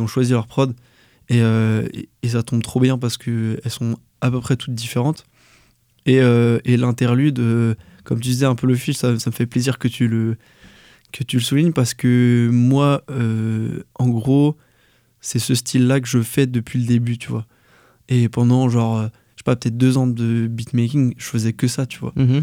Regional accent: Brittany, France; moi, je suis breton. Je parle breton.

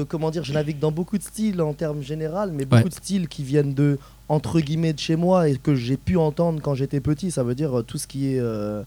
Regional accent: Madagascar; moi personnellement, je viens de Madagascar.

